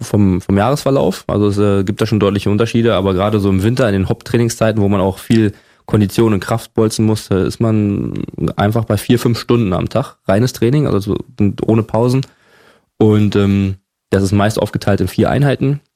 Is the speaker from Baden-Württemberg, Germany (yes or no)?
no; Berlin, Germany; Ich bin ja in Spandau groß geworden und das heißt, muss man jetzt noch sagen, im Westsystem eigentlich, da gab es keine Sportschule in dem Sinne.